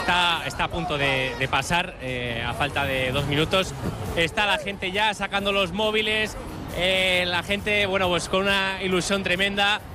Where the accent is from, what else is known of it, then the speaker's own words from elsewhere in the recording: Illescas, Castilla-La Mancha, Spain; No, somos de Illescas, de Toledo.